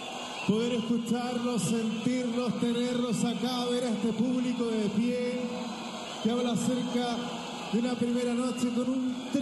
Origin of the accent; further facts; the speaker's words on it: Magallanes and Chilean Antarctica, Chile